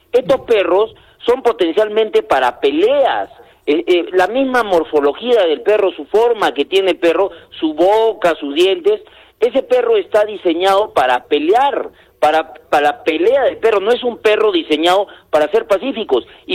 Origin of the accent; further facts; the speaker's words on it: Camaná, Arequipa, Peru; born there; now in Characato, Peru; Yo me he criado en Camaná en mi infancia, y en Camaná, parte de mi infancia